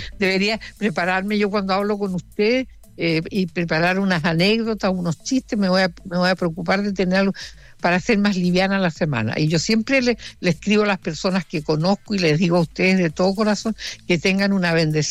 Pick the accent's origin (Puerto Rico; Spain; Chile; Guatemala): Chile; Puerto Montt, Los Lagos; born there; yo nací en Portomón el año 43.